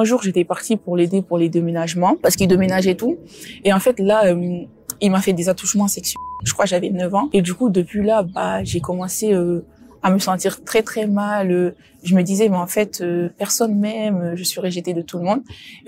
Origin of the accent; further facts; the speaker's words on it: Guinea; born there; je suis née en Guinée.